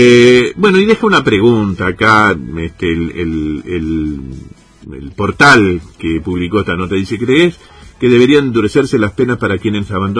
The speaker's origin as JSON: {"language": "Spanish", "country": "Argentina", "said": "esa enfervorizada pasión, entre comillas, que tenemos los argentinos"}